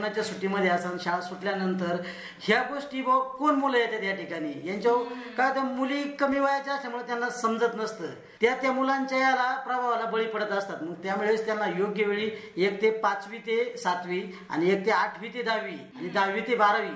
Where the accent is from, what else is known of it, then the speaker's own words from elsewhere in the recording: Karandi, Maharashtra, India; आमच्या करंदी ग्रामस्थांना